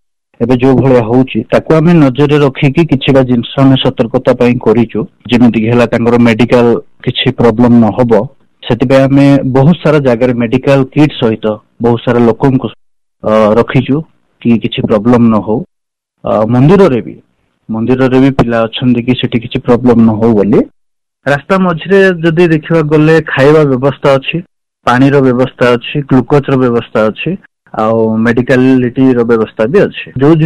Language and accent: Odia; Maidalpur, Odisha, India; ମୋ ଘର ହେଉଛି ମୈଦଲପୁର ନବରଙ୍ଗପୁର ଜିଲ୍ଲାରେ।